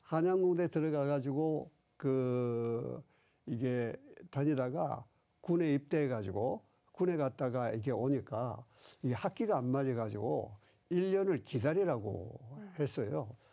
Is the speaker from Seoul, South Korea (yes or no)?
no; Daegu, South Korea; moved away as an adult; 저는 그 고향이 대구입니다. 대구에서 고등학교까지 졸업하고 대학을 서울로 진학했습니다.